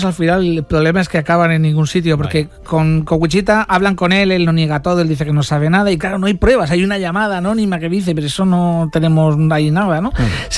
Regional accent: Region of Murcia, Spain; Yo recuerdo, yo como murciano, que no soy de aquí

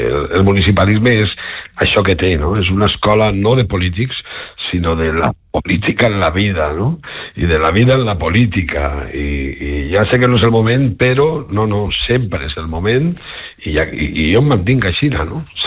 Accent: Benidorm, Valencian Community, Spain; born or raised there

